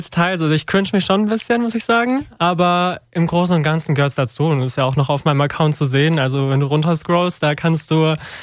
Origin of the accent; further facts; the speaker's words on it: Filderstadt, Baden-Württemberg, Germany; ich bin 24 Jahre alt, komme aus der Nähe von Stuttgart. Ich sage immer Filderstadt, oben da, wo der Flughafen ist.